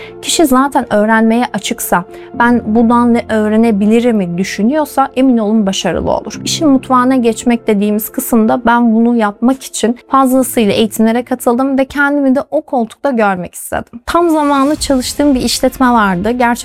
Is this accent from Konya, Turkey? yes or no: no; Kayseri, Turkey; born there; 1997 doğumluyum, Kayseri doğumluyum.